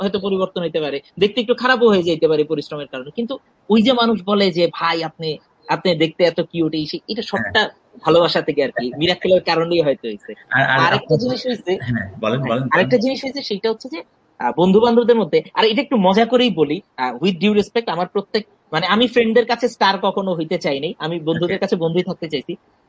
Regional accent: Dhaka, Dhaka Division, Bangladesh; আমি আসলে ঢাকাতেই বড় হয়েছি এবং আমার আমার জীবন যাপন, আমার চিন্তা ভাবনা, আমার কথাবার্তা, আমার জোক, আমার লেখালেখি সব জায়গায় আসলে ঢাকাটাই বেশি। আমি ঢাকার এই যানজট, যান্ত্রিকতা এগুলোর মধ্যেই বড় হয়েছি, বাট আই লাভ লক্ষ্মীপুর আর কি।

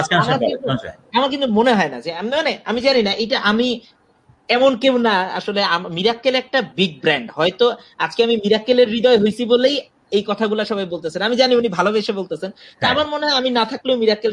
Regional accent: Dhaka, Dhaka Division, Bangladesh; আমি আসলে ঢাকাতেই বড় হয়েছি

